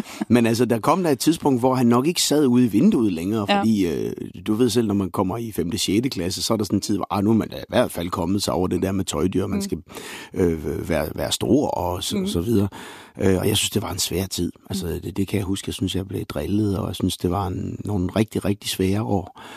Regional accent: Viborg, Central Denmark Region, Denmark; hjemme på børneværelset i Viborg, hvor jeg voksede op.

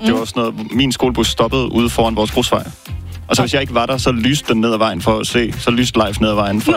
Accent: Region of Southern Denmark, Denmark; born or raised there

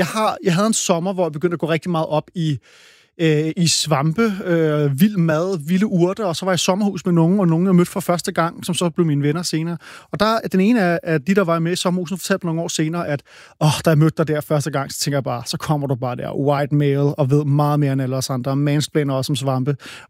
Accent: Hillerød, Capital Region of Denmark, Denmark; jeg er fra Hillerød.

